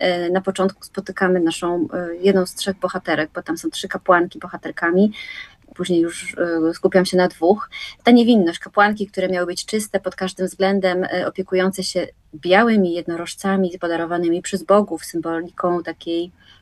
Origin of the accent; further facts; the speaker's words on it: Łódź, Łódź Voivodeship, Poland; moved away as an adult; now in near Płock, Poland; jestem wielką patriotką miejską, także całym sercem jestem wciąż związana z Łodzią. Urodziłam się w Łodzi, spędziłam większość życia w Łodzi, natomiast rzeczywiście od 10 lat mieszkam pod Płockiem jako towar eksportowy za sprawą męża, także na wsi z miasta wielkiego